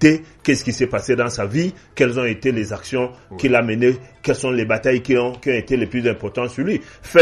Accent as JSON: {"language": "French", "country": "Cameroon", "said": "Moi, j'appartiens à une chefferie qui depuis des années est chefferie de deuxième degré."}